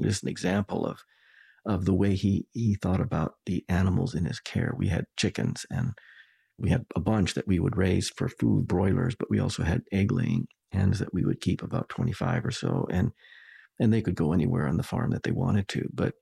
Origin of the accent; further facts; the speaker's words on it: Alberta, Canada; I grew up in Southern Alberta, and so the Rockies were my Western horizon, and it could be very windy